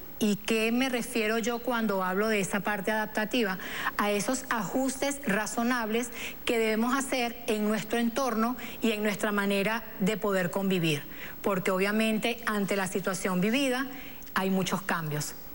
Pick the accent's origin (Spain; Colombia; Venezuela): Venezuela; nosotros los venezolanos